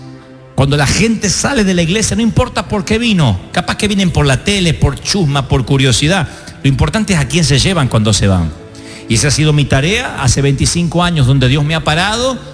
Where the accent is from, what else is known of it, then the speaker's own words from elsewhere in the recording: Argentina; Quien no me conoce y que sabe que soy argentino